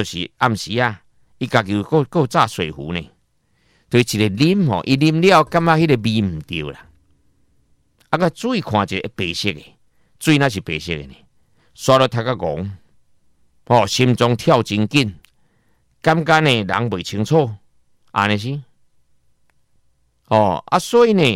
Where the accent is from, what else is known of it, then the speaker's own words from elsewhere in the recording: Taiwan; 我们台湾人